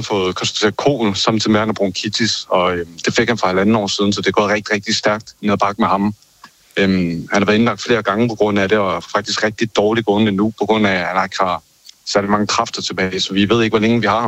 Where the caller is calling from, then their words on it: Central Denmark Region, Denmark; Nej, jeg er fra Vestjylland.